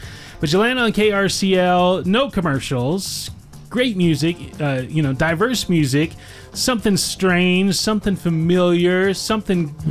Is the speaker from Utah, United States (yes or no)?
yes; Utah, United States; early 90s as a teenager growing up in Utah